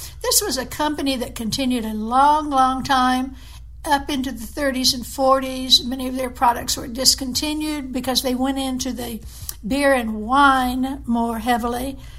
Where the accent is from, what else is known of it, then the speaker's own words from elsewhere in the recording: the South, United States; accent: southern; now in Salem, United States; My southern accent certainly comes through.